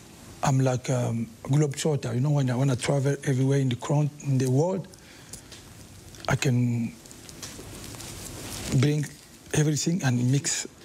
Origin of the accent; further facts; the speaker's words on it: Kinshasa, DR Congo; English is a second language; moved away as an adult; now in Paris, France; because I grew up in Kinshasa, mm-hmm. and I go to the Paris when I was, like, I used to be a little bit, you know, like 20